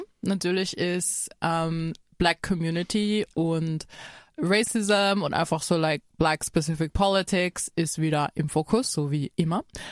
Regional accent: Innsbruck, Tyrol, Austria; wenn man als schwarze Person in einer weißen Mehrheitsgesellschaft aufwächst, wie jetzt wir in Innsbruck, surprise, surprise, wir sind schwarz

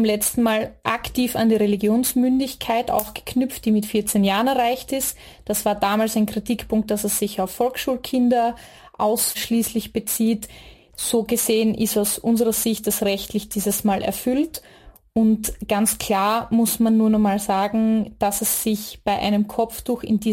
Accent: Styria, Austria; Ich bin ja aus der Steiermark.

